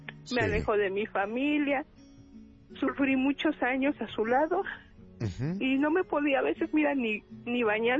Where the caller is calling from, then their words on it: Texcoco, State of Mexico, Mexico; De Texcoco, Estado de México.